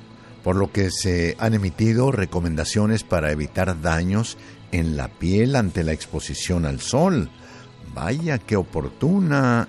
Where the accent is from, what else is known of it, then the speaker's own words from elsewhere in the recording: Zacatecas, Mexico; moved away; por allá en mi tierra